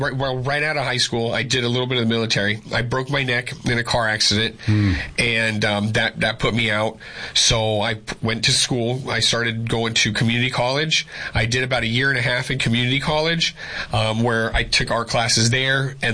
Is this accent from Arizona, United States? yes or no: yes; Mesa, Arizona, United States; We moved to the Valley. So I grew up in Mesa, but we would move back here and there too.